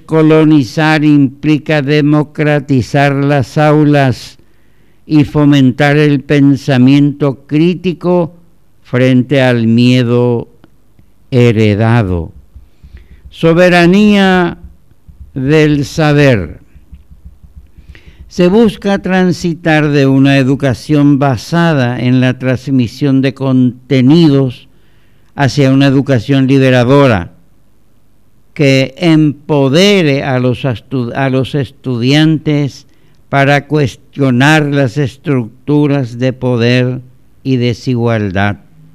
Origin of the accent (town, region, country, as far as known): Paraguay